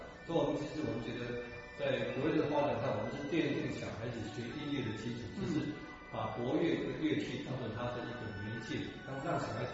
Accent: Kinmen, Fujian, Taiwan; 可是我们金门这边从以前站在几年的时候，我是不能到海边的，但我们可以几年之后我们可以到海边。

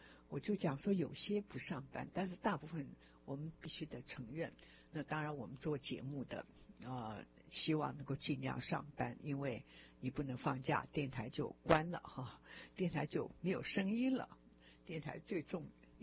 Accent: China; also born or lived in Taiwan; 我说我们中国人真的比较勤奋啊，非常的勤劳

